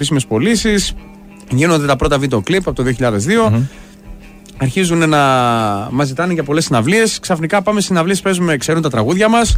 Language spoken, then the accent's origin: Greek; Thessaloniki, Central Macedonia, Greece; also born or lived in Paris, France; Ήρθα 5 χρονών με τους γονείς μου από Γαλλία, Ελλάδα και από τότε δεν έφυγα από τη Θεσσαλονίκη καθόλου.